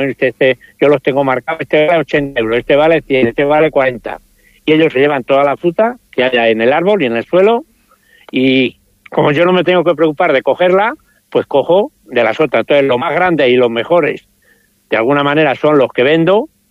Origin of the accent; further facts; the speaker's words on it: San Lorenzo, Castile and León, Spain; yo soy de San Lorenzo, que es un pueblecito que está aquí al lado, y yo arrendé esta finca, pero yo no soy de aquí ni llevo muchos años.